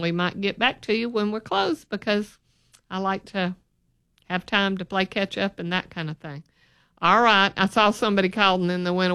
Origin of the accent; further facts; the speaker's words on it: Birmingham, Alabama, United States; I grew up in Birmingham and lived here all my life.